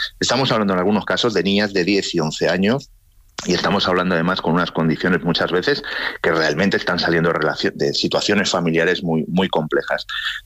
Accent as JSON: {"language": "Spanish", "region": "Galicia", "country": "Spain", "said": "A mí me sorprende, yo soy gallego, el Partido Popular lleva 40 años gobernando en Galicia"}